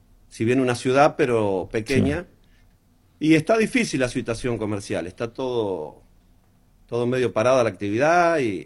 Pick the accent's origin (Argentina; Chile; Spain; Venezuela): Argentina; las esperanzas nunca las vamos a perder como argentino